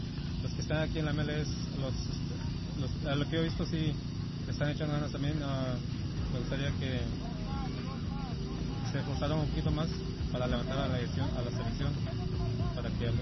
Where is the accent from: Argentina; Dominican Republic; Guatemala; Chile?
Guatemala; now in United States; Soy de Guatemala.